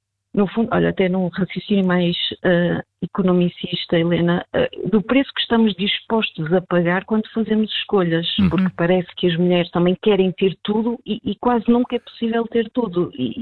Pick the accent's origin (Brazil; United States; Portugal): Portugal